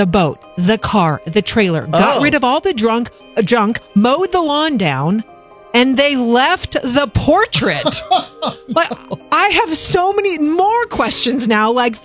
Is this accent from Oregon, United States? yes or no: yes; Portland, Oregon, United States; Listen, I'm from Portland, Oregon, so I'm very familiar with the aesthetic of like hippie guy.